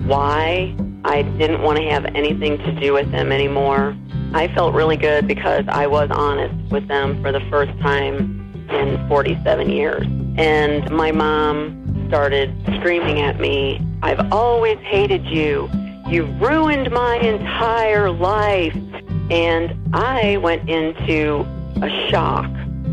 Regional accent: Washington, Missouri, United States; I grew up in Washington, Missouri.

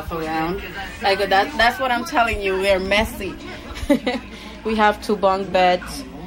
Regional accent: Puerto Rico; moved away; I'm 30 years old and I'm from Puerto Rico. I left Puerto Rico because I had a situation with domestic violence.

